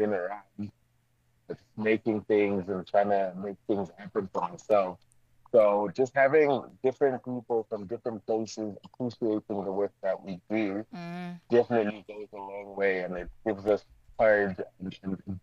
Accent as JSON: {"language": "English", "country": "Zimbabwe", "tie": "born or raised there", "said": "my mother is from Mozambique, and I grew up in Zimbabwe as well."}